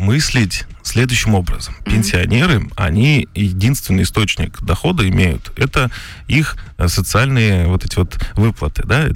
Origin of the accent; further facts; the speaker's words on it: Bishkek, Kyrgyzstan; now in Russia; Я родился в Киргизии, в городе Бишкек.